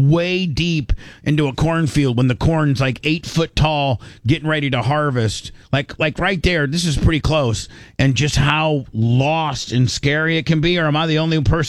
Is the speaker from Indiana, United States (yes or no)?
yes; Indiana, United States; Especially growing up in Indiana, man.